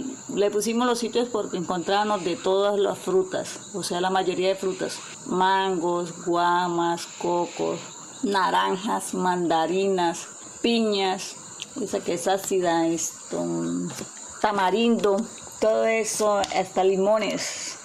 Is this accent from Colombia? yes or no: yes; Santander, Colombia; moved away as an adult; also born or lived in San Alberto, Cesar; mi infancia, pues la mayoría de mi infancia pues fue ahí en San Rafael de Río Negro. Cuando cumplí la mayoría de edad, me fui para San Alberto Cesar a estudiar una carrera, un curso. Nos fuimos para San Alberto Cesar